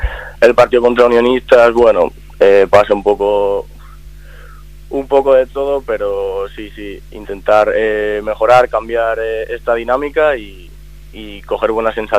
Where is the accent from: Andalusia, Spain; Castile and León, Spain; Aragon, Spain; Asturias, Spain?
Castile and León, Spain; Salamanca; moved away as an adult; also born or lived in Ponferrada; yo soy de aquí, soy de Salamanca. Entonces también me interesaba venirme a casa porque he estado fuera por motivos académicos